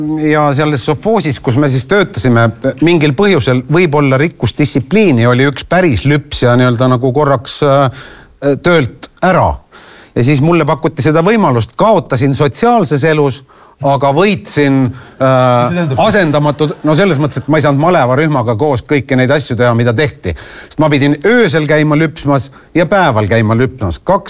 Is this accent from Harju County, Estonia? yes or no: yes; Loksa, Harju County, Estonia; Kõik lapsed monoasulatest, nagu Loksa oli selline, kust mina pärit olin, tahtsid tegelikult minna maale tööle ja lüpsma hakata.